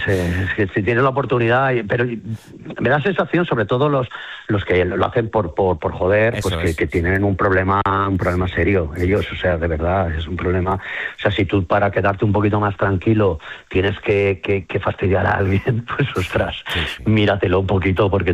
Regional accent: Valencian Community, Spain

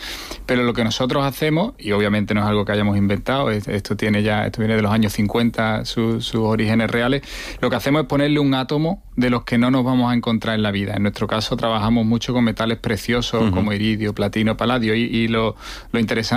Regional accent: Seville, Andalusia, Spain; moved away as an adult; Yo vine a Sevilla porque soy de Sevilla y hice mi tesis, de hecho, en ese mismo sitio

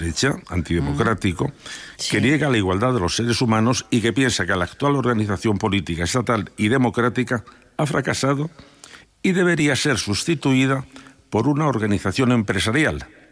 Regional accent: Toledo, Castilla-La Mancha, Spain; la Escuela de Traductores de Toledo, que es mi tierra.

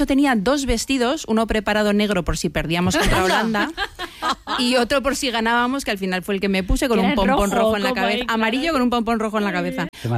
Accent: Basque Country, Spain; now in Madrid, Spain; muchos nos hemos mudado a Madrid a buscar trabajo, como yo, que soy de la periferia, no igual, porque soy vasca.

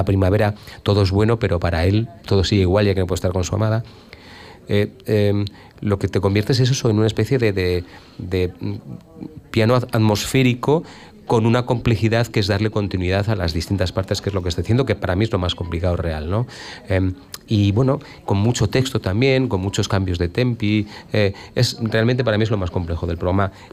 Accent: Bilbao, Basque Country, Spain; Yo como bilbaíno y vinculado al ciclo de Lid de la Riega, pues me parece un acierto grandísimo.

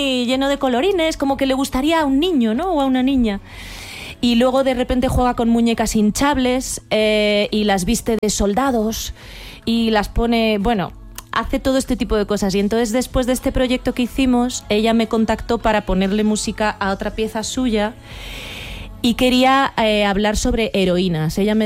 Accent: Madrid, Community of Madrid, Spain; esto tiene todo un discurso mío como madrileña desarraigada.

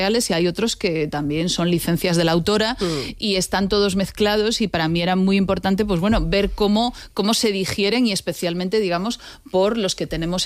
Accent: A Coruña, Galicia, Spain; Soy gallega, digámoslo, sí. Soy gallega. Gallega de A Coruña.

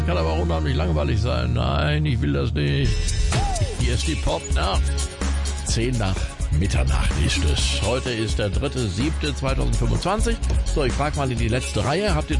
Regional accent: Spain; German is a second language; Da schimpft man nicht den ganzen Tag, sondern ich bin ja Spanier.

